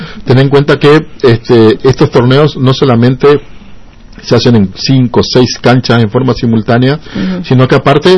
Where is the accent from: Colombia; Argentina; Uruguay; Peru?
Argentina; no nos representa como argentinos